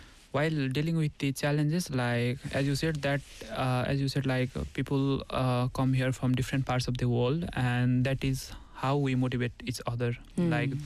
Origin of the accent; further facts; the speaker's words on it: Tansen, Lumbini Province, Nepal; moved away as an adult; now in Busan, South Korea; I was brought up in Tansen